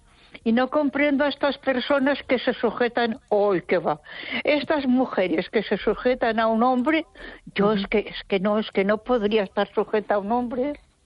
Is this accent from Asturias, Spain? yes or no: no; Barcelona, Catalonia, Spain; Mira, yo me crié y viví hasta que me casé en la Avenida Gaudí, cerquita de la Sagrada Familia.